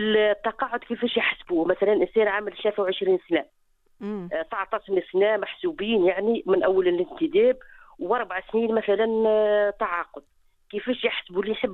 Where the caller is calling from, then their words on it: Jendouba, Jendouba Governorate, Tunisia; عسلامة معك … من جندوبه.